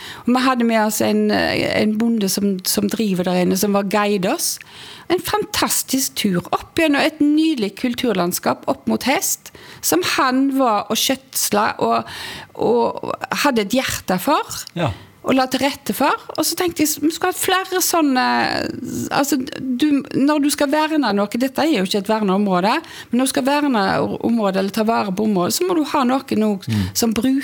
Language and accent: Norwegian; Vihavda, Sweden; Jeg er jo født og oppvokst på Vihavda i Sverige også.